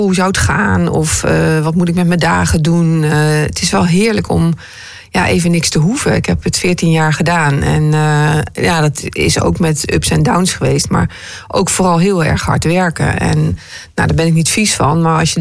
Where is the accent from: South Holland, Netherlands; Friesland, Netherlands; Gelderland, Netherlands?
Gelderland, Netherlands; Arnhem; born there; Maar ik ben in Arnhem geboren